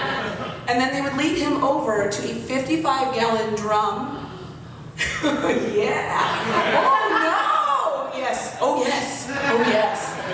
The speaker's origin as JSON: {"language": "English", "region": "Arizona", "country": "United States", "tie": "born or raised there", "said": "I was raised in Arizona, and it was just like, I'd never dealt with allergies there."}